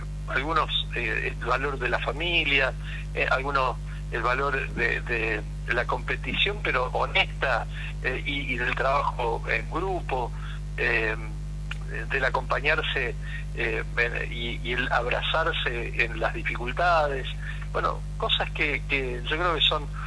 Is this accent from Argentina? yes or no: yes; Argentina; somos todos argentinos